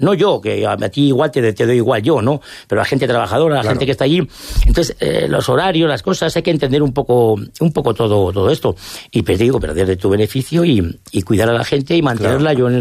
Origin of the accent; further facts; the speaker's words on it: Almazán, Castile and León, Spain; yo en mi pueblo, que soy de Almazán, cuando estaba en Almazán